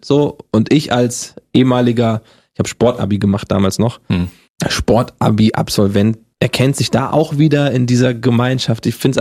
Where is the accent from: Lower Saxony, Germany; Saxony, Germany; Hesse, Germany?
Hesse, Germany; accent: Hessian